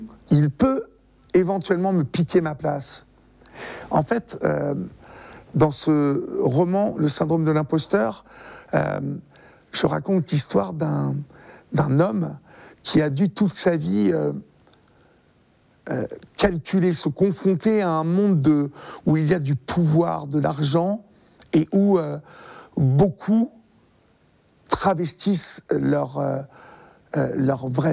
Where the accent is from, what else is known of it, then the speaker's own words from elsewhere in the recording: Évreux, Normandy, France; born there; quand j'étais enfant de chœur à Évreux